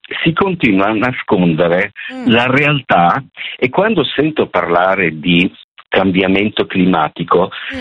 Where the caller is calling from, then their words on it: Clusone, Lombardy, Italy; io sono di Clusone, quindi valseriana